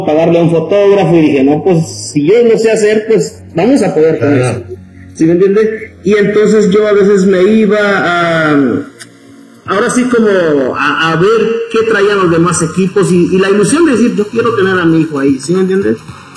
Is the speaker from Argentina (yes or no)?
no; Guatemala; now in Arizona, United States